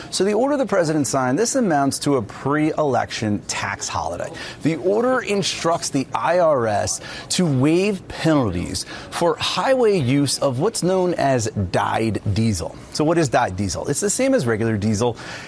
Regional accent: New Jersey, United States; my home state of New Jersey

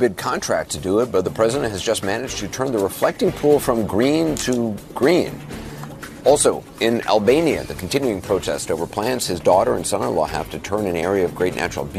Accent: New York City, New York, United States; I grew up in New York City

